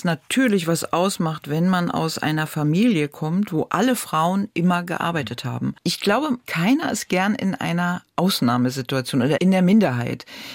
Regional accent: Berlin, Germany; Ich bin an der Mauer groß geworden.

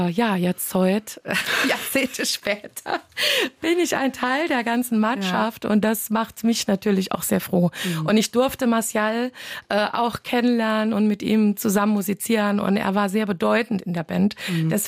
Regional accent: Saarland, Germany

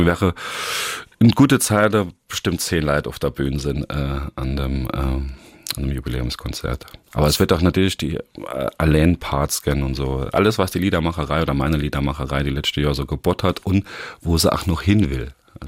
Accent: Quierschied, Saarland, Germany; now in Saarbrücken, Germany; genau, also das ist so meine alte Heimat. Ich wohne jetzt schon seit über 20 Jahren in Saarbrücken.

